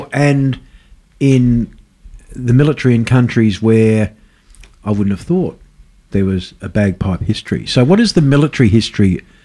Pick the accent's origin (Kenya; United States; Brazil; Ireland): Ireland; I'm Irish.